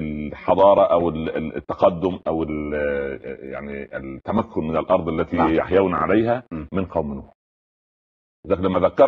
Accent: Egypt; احنا يعني الناس المصريين

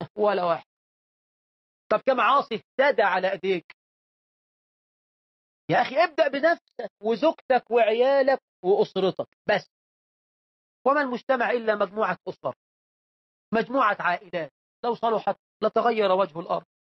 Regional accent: Egypt; وطيب عندنا في عرفنا كمصريين يعني ملوش كلمة.

